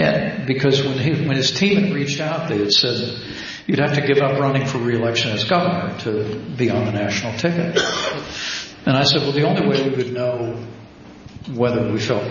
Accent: United States; I'm an American.

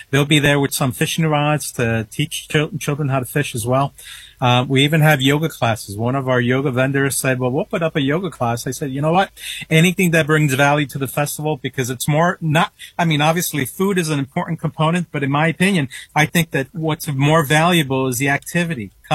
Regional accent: New York, United States; moved away; also born or lived in Tuxedo, New York

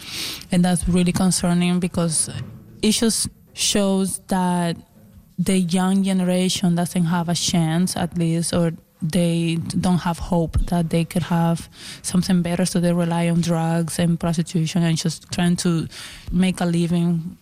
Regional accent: Cuba; moved away as an adult; I grew up in Cuba

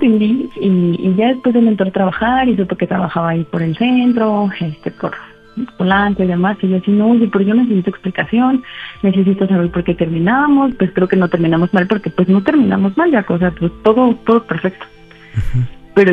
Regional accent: Iztapalapa, Mexico City, Mexico; Tengo 29 años y soy de Iztapalapa.

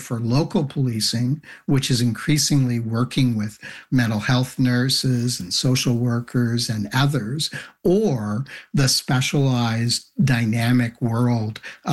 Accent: Canada; as a Canadian, I'm kind of embarrassed

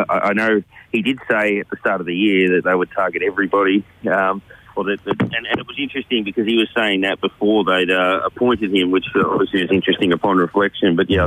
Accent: Gippsland, Victoria, Australia; also born or lived in Ballarat; I'm from Gippsland and spent time in Ballarat

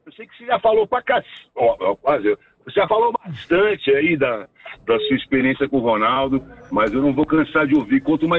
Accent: São Paulo, Brazil; São Paulo, eu sou de São Miguel Paulista.

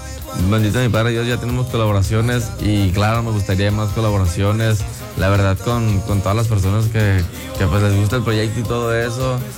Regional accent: Oaxaca, Mexico; born there; Este género es tradicional de mi pueblo, bueno, de Oaxaca, ¿no? De la costa oaxaqueña, también costa de Acapulco.

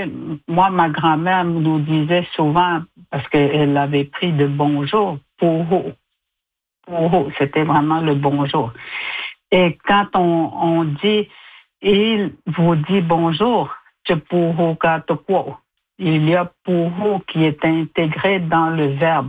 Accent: Canada; first language Innu; French is a second language; avec l'Innu Aimun dans le ventre de ma mère. Ma mère parlait l'Innu, mon père aussi, mes grands-parents. Et j'ai appris le français à 6 ans, en première année.

